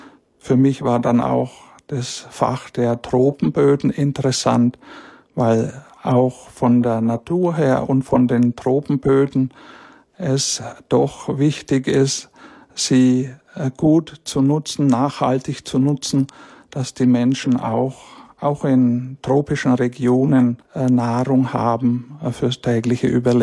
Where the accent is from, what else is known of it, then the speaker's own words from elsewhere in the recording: Pottenstein, Bavaria, Germany; moved away; Ich stamme gebürtig aus dem Erzbistum Bamberg, aus der Gemeinde Pottenstein in der Fränkischen Schweiz, eine auch sehr schöne Gegend aus einem kleinen Ort. Und in diesem kleinen Ort bin ich aufgewachsen